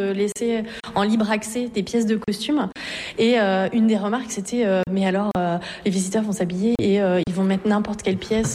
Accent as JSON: {"language": "French", "region": "Brittany", "country": "France", "said": "Alors, moi, je suis à côté de Quimper"}